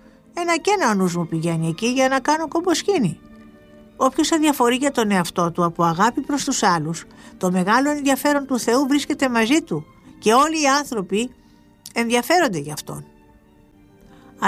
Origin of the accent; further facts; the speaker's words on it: Pharasa, Kayseri Province, Turkey; Παλιά στην πατρίδα μου στα Φάρασα έλεγαν